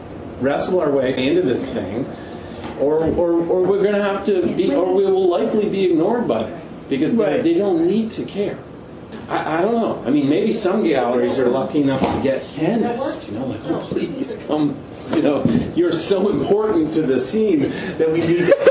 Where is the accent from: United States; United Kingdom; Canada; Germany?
Canada; I'm Canadian.